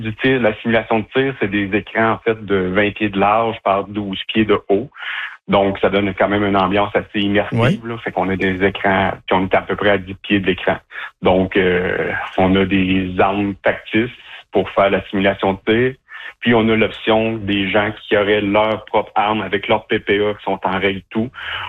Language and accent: French; Quebec, Canada; J'étais en Estrie pour commencer, vu que je suis originaire de l'Estrie, donc c'est plus facile à proximité.